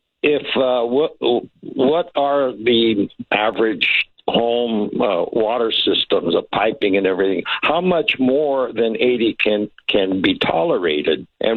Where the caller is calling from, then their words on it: San Diego, California, United States; I'm calling you from San Diego